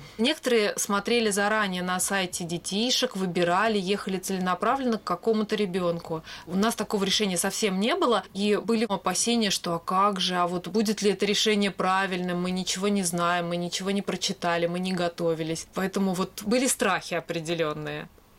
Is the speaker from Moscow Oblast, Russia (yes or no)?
yes; Moscow Oblast, Russia; потому что мы сами из Подмосковья, к московскому оператору региональному обращаться было проблематично за поиском детей.